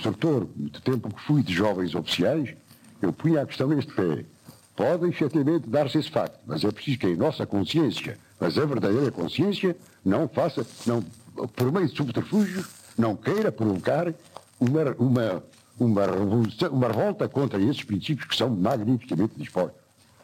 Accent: Portugal; como patriota, como português

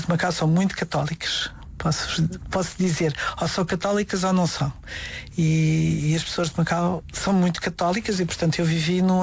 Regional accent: China; Portuguese is a second language; Eu aí sou chinesa. Os chineses dizem que devemos lutar naquilo que podemos ganhar

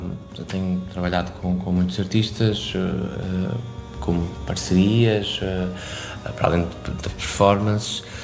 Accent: Porto, Norte, Portugal; moved away as an adult; also born or lived in Horta, Azores / Barcelona / Berlin / France; now in New York, United States; Eu cresci no Porto, ou seja, quase toda a minha vida vivi no Porto, apesar de depois ter vivido em Barcelona

